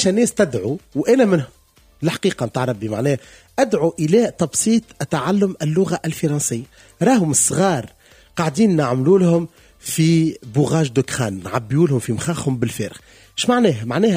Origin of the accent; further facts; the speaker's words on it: Tunisia; احنا مانيش فرنسا، ما احنا تونس